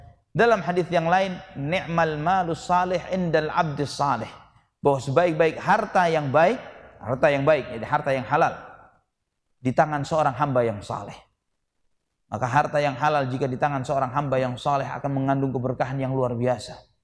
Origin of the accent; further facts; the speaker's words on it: Surabaya, East Java, Indonesia; Saya termasuk sebabnya, saya dari Surabaya.